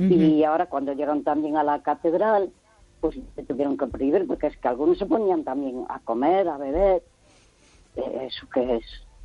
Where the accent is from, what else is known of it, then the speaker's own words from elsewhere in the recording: Santiago de Compostela, Galicia, Spain; Porque yo soy de Santiago de toda la vida, mi abuelo sí. De Santiago, mi bisabuelo, bueno, toda mi familia.